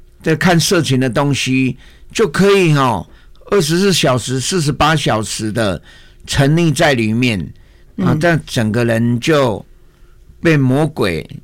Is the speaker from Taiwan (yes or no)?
yes; Daxi, Taoyuan, Taiwan; 在大溪哈乔爱，我的家2楼半